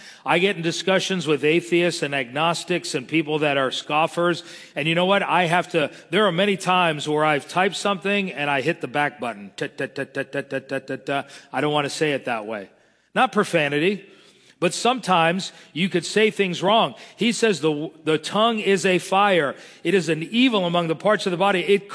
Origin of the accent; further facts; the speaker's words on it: Miami, Florida, United States; I remember when I was growing up in Miami, I got in trouble. I was 6, 7 years old